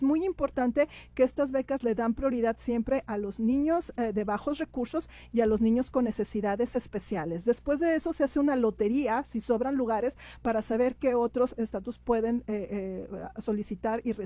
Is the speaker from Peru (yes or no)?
no; El Paso, Texas, United States; also born or lived in Arizona; estuvimos haciendo ese trabajo en Arizona por muchos años, pero ya estamos aquí en El Paso, yo soy del Paso